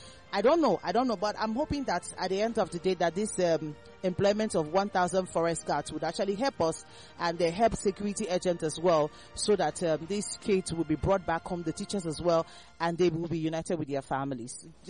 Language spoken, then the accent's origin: English; Nigeria; as a Nigerian that I am